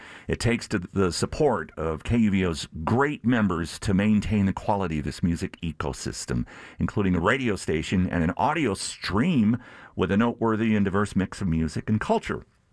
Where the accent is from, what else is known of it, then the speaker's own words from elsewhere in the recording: Sulphur, Louisiana, United States; we didn't have a jazz radio station growing up in Sulphur, Louisiana, which is near Lake Charles, a tiny town.